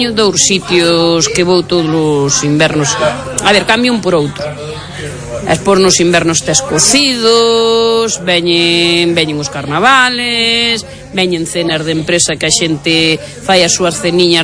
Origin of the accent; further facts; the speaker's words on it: Ribeira, Galicia, Spain; San Pedro do Sarandón, Ribeira exactamente. Son de Ribeira, San Pedro e Sarandón.